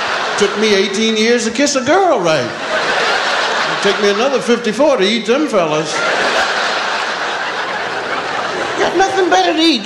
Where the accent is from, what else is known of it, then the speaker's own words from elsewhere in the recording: Pennsylvania, United States; Now, I'm from Pennsylvania.